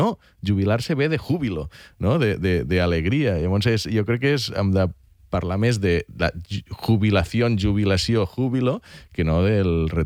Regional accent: Catalonia, Spain; also born or lived in United States; jo soc de les Terres de l'Ebre.

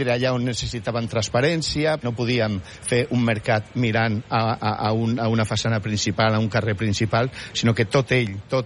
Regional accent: Barcelona, Catalonia, Spain; Jo vaig néixer aquí al barri, aquí al carrer. Jo jugava de petit aquí a Via Favència, quan era només terra i res més.

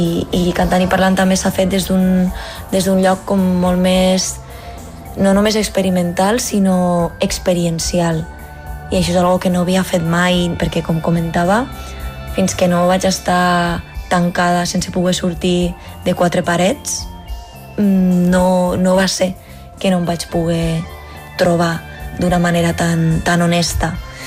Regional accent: Amposta, Catalonia, Spain; El juliol, el dia 18, tocaré el Festival Eufònic a Amposta, al meu poble, que em fa molta, molta, molta, moltíssima il·lusió.

